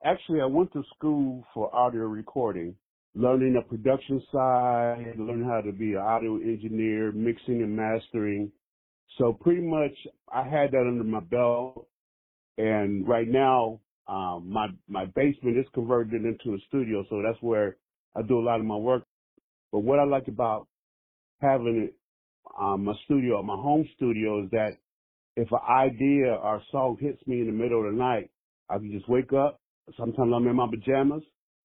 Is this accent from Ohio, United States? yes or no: yes; Cincinnati, Ohio, United States; now in Toledo, United States; Born and raised in Cincinnati.